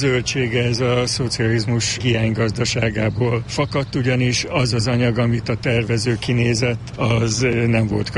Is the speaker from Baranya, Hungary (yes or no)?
no; Budapest, Hungary; Én egyébként abban a házban nőttem föl.